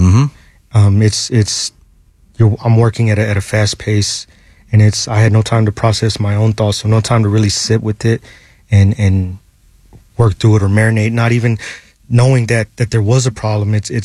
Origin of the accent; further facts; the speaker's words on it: Fort Worth, Texas, United States; moved away as an adult; I grew up in that in the south part of Fort Worth. I grew up in the part where you have to fight to survive.